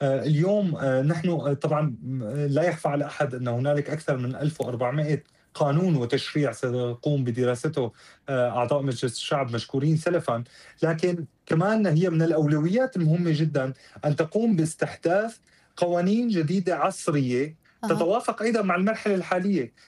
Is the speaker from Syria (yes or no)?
yes; Syria; نحتاج إلى قضاء يحمينا كسوريين وسوريات